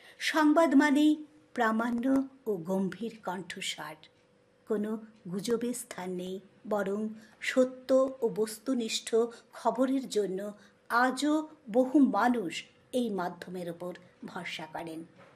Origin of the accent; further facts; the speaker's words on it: Belonia, Tripura, India; আমার জন্ম আমার বেড়ে ওঠা বিলোনিয়াতে। স্কুল কলেজ অর্থাৎ শৈশব থেকে যৌবন সবটাই আমার বিলোনিয়াতে।